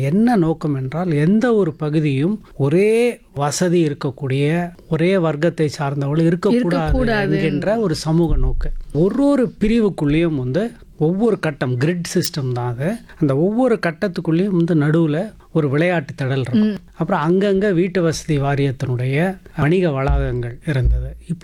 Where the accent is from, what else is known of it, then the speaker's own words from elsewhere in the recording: Chennai, Tamil Nadu, India; நான் சென்னையில தான் முழுக்க வளர்ந்தேன். 6-7 வயதாக இருக்கும்போது அந்த வண்ணாரப்பேட்டை பகுதியில இருந்து, ரொம்ப வட சென்னையில் இருக்கக்கூடிய ரொம்ப நெரிசலான பகுதி